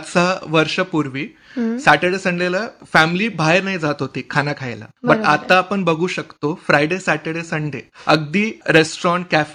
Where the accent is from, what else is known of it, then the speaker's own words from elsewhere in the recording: Chhatrapati Sambhajinagar, Maharashtra, India; also born or lived in Sagar, Madhya Pradesh; सागर मध्य प्रदेशला आहे. Okay. पर माझी जन्मभूमी मध्य प्रदेश आहे, पण माझी कर्मभूमी महाराष्ट्र आहे. तर अगदी from my Kinder garden I am staying in Sambhajinagar only. तर जेव्हा कोणीतरी निगेटिव्ह बोलतो ना सिटी बद्दल तर मला खूप राग येतं. सो मला खूप प्रेम आहे सिटीला. तर माझं कम्प्लीट एज्युकेशन सगळं काय इथंच झालं आहे.